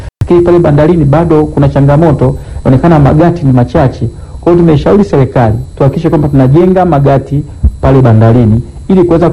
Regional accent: Tanzania

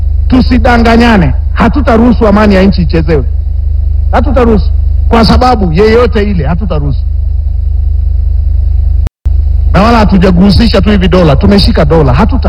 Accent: Tanzania; sisi wenyewe wa Tanzania

